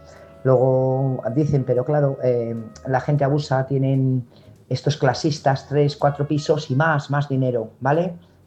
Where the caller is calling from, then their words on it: Burgos, Castile and León, Spain; Buenas noches … corresponsal de Burgos